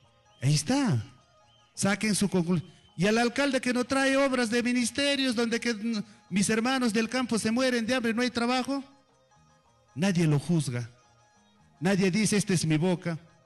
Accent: Fitzcarrald Province, Ancash, Peru; los hijos fitzcarralinos queremos el desarrollo de esta hermosa provincia.

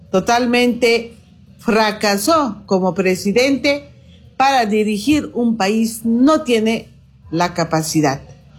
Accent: Bolivia

